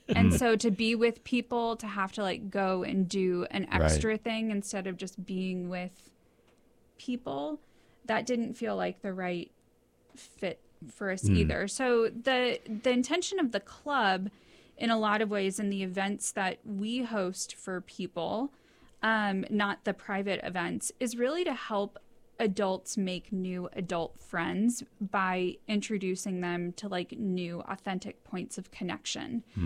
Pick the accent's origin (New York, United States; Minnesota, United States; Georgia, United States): Georgia, United States; So we grew up in Georgia